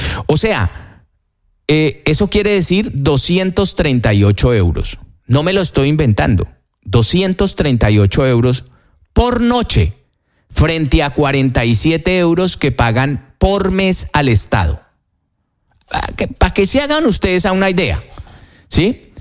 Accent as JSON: {"language": "Spanish", "country": "Colombia", "said": "que son del Estado, que es de usted como colombiano y mío."}